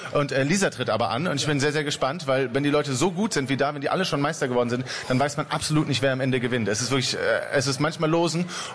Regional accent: Berlin, Germany; so sind wir Berliner

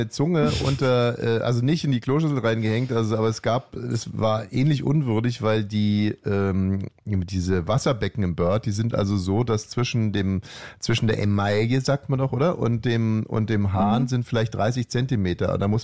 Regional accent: Hungary; Also ich bin Ungar, wir haben zu Hause wirklich sehr viel scharf gegessen

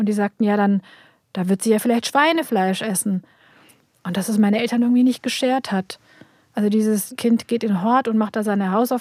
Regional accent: Germany; ja, I'm from Germany, but my parents are Turkish.

